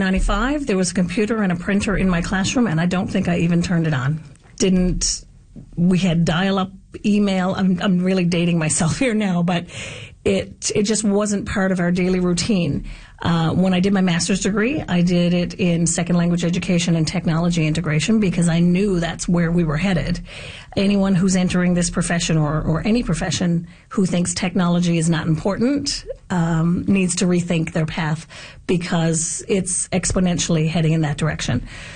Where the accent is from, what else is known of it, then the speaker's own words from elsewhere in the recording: Codroy Valley, Newfoundland and Labrador, Canada; moved away as an adult; I'm originally from the Conroy Valley on the Southwest Coast, and I moved here in August, September 1995.